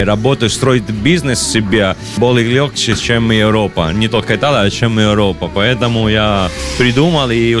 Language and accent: German; Agrigento, Sicily, Italy; now in Russia; Ja, aus Sizilien. Ja, aus Agrigento. Ich lebe in Russland seit 15 Jahren.